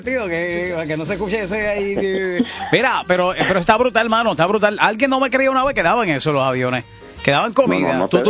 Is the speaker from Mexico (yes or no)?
no; Puerto Rico; nosotros somos boricuas, somos cacheteros.